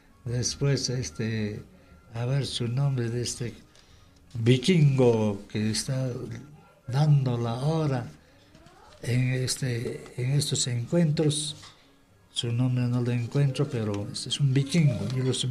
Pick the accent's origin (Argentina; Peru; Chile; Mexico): Peru; yo me siento como argentino cuando juega argentino, puesto que los peruanos ya no estamos participando aquí